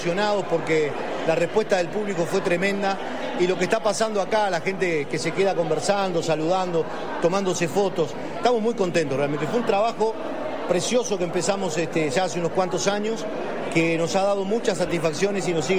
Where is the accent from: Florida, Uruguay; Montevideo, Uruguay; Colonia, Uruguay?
Colonia, Uruguay; Rosario; porque yo soy de Rosario